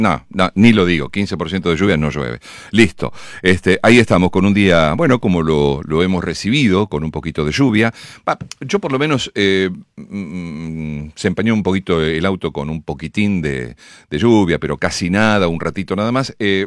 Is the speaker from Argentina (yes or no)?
yes; Argentina; a mí como argentino